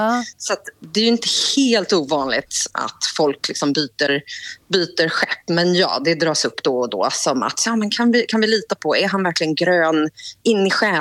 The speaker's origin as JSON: {"language": "Swedish", "country": "Sweden", "moved": "yes", "lives_now": "London, United Kingdom", "said": "jag får inte rösta till parlamentet som svensk medborgare."}